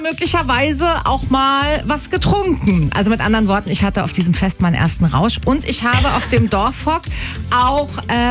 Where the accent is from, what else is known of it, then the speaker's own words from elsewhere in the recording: Baden-Württemberg, Germany; Genau, ich bin ja im Dreisamtal groß geworden